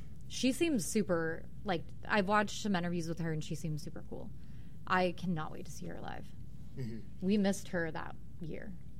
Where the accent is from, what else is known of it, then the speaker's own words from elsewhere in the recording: Tucson, Arizona, United States; Growing up in Tucson is a big rodeo town, too.